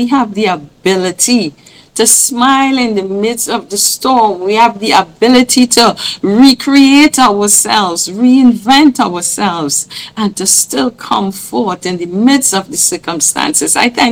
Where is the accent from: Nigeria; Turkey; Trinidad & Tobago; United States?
Trinidad & Tobago; but I love being a Trinidadian.